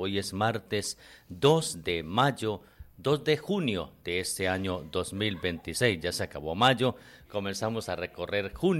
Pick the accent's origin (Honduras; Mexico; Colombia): Colombia; como colombianos, queremos renovar nuestra consagración al Sagrado Corazón de Jesús.